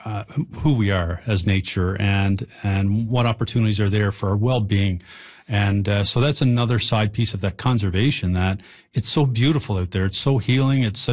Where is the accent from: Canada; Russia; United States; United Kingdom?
Canada; Labrador City, Newfoundland and Labrador; especially here in Newfoundland and Labrador. I grew up in Labrador City.